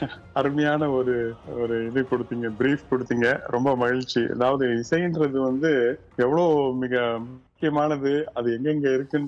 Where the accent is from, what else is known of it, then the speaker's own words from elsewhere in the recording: Salem, Tamil Nadu, India; now in Chennai, India; So நான் சேலம் தான் படிச்சது எல்லாம், இது ஆர்ட்ஸ் காலேஜ், சேலம் ஆர்ட்ஸ் காலேஜ்ல தான் படிச்சிருந்தேன். அப்புறம் பாரதி வித்யாலயா பள்ளியில தான், சேலம்ல தான் படிச்சேன். அதுக்கப்புறம் தான் என்னுடைய இது சென்னை நோக்கி வந்தேன்.